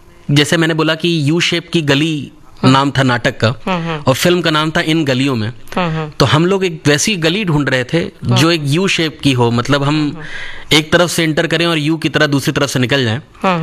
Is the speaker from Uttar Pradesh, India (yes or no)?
yes; Prayagraj, Uttar Pradesh, India; हम लोग जब प्रयागराज इलाहाबाद से आए थे तब भी मैं इनको जानता था